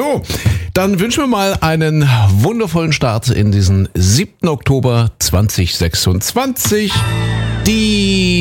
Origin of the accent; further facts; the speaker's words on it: Köthen, Saxony-Anhalt, Germany; also in Köthen meiner Heimat gesehen, weiß ich noch.